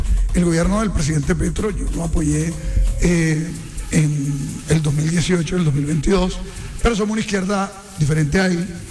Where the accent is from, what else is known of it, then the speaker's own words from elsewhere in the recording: Santa Marta, Magdalena, Colombia; also born or lived in Aracataca; Bueno, yo nací en Aracataca, pero soy criado en Santa Marta. Y para resumir la cosa, vengo de una familia de gente trabajadora.